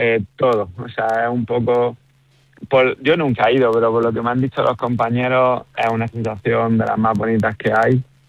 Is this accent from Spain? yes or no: yes; Motril, Andalusia, Spain; intento llevar el nombre de aquí de Motril, de la costa, que se sepa también que estamos en Granada y Andalucía.